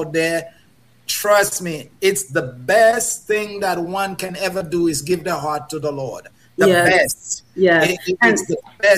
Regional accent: Dominica; now in United States; Growing up in Dominica

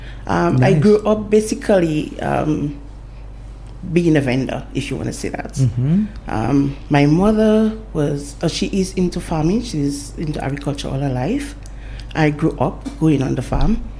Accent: Bellevue Chopin, Dominica; I am from Belleville Chopin. Originally? Originally, born and raised.

